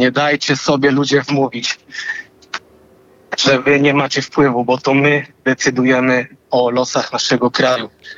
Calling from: Szczecin, West Pomeranian Voivodeship, Poland; Wie pani, ja mieszkam w Szczecinie

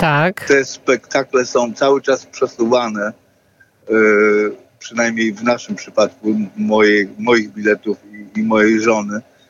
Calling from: Lublin Voivodeship, Poland; Dzwonię spod Lubartowa.

